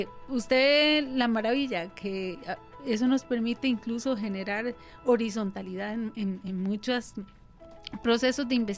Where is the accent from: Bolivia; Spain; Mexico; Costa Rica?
Costa Rica; En mi país, que es Costa Rica, que somos hermanos